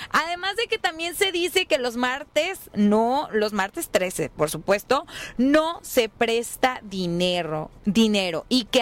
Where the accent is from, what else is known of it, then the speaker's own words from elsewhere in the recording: Mexico; somos los mexicanos.